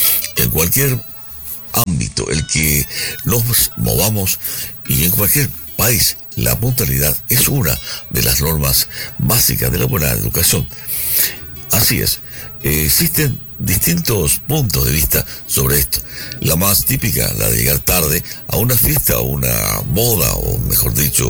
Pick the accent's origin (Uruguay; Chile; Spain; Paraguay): Paraguay; Como paraguayos hemos conseguido convertir en un arte marcial en ser cachafaz con el tema horario.